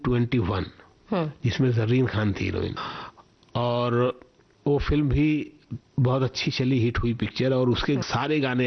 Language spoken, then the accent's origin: Hindi; Surat, Gujarat, India; now in Mumbai, India; तो मैं सूरत से मुंबई आ गया 2001 फरवरी में